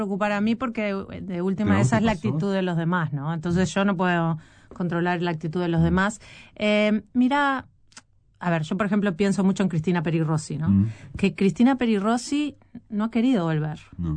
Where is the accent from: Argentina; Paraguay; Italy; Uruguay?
Uruguay; moved away as an adult; O sea, yo soy uruguaya, yo viví en Uruguay hasta los 28 años ininterrumpidamente.